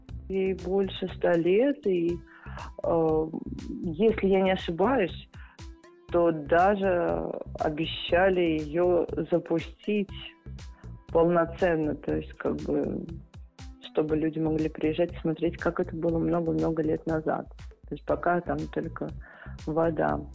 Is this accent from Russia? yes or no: yes; Moscow, Russia; born there; Я родилась в Москве, и могу сказать, что достойно и очень уютно и комфортно.